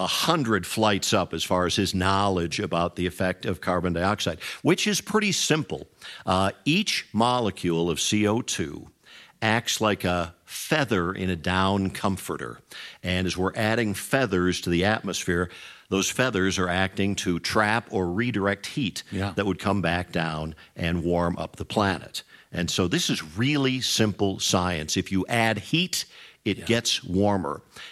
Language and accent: English; Madison, Wisconsin, United States; Growing up in Madison, Wisconsin, we had a big thunderstorm that came in.